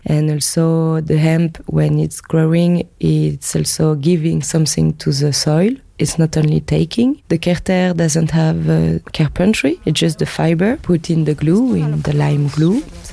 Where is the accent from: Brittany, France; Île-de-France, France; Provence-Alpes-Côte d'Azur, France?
Brittany, France; English is a second language; I'm coming from the Britain part of France.